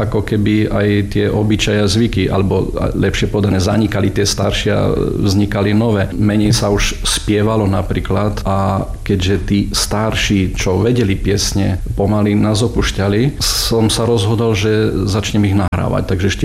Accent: Bodonoș, Bihor County, Romania; Je to druhý domov pre nás. Slovensko je rodná krajina, ale my žijeme tu na. Hlasíme sa, že sme Slováci a žijeme ten slovenský život.

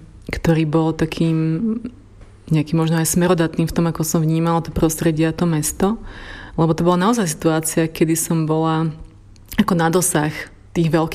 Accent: Stará Turá, Trenčín Region, Slovakia; ja som zo starej Turej na Mijavských Kopaniciach a vlastne už som blízko hraníc s Moravou.

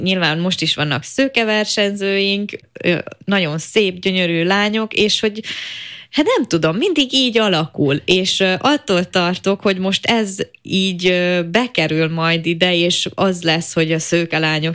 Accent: Felvidék, Slovakia; first language Hungarian

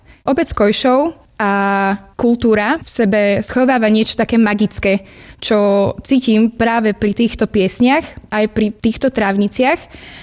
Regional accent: Margecany, Košice Region, Slovakia; ja som z Margecian zo Spiša

